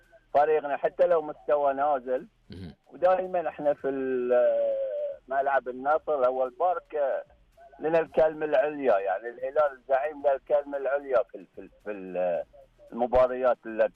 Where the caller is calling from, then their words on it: Bahrain; انا من البحرين طبعا. البحرين.